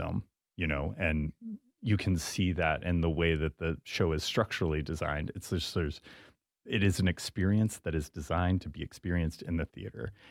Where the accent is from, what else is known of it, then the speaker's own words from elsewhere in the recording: Texas, United States; now in New York City, United States; I'm from Texas originally.